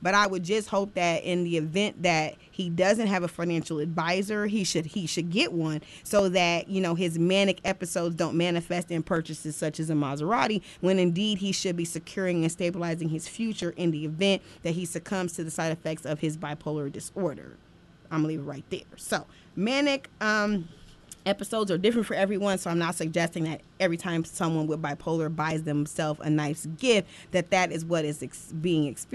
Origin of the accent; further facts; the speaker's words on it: Midwest, United States; I am from the Midwest